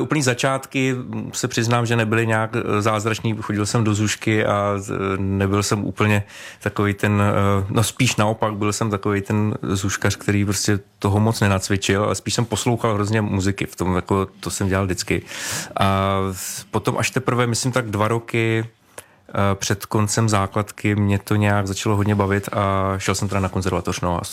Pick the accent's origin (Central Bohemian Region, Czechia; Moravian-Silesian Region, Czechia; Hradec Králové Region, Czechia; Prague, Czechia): Hradec Králové Region, Czechia; Hradec Králové; já jsem z Hradce Králové, takže